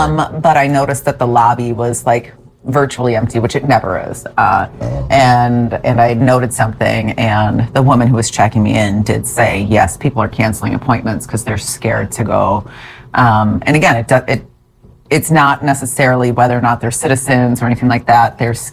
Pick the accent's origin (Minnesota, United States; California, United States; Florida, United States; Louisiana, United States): Minnesota, United States; Saint Paul; I was born in St. Paul.